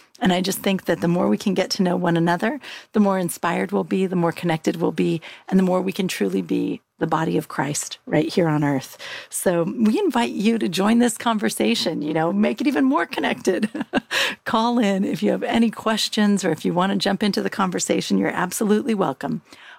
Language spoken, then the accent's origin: English; Pope Valley, California, United States; I grew up near Middletown in Pope Valley, California.